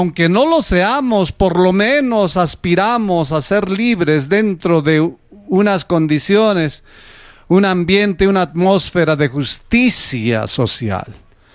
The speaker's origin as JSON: {"language": "Spanish", "country": "Peru"}